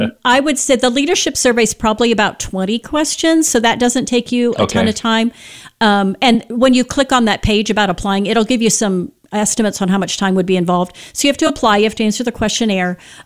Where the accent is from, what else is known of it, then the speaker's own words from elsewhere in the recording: Missouri, United States; Missouri, my home state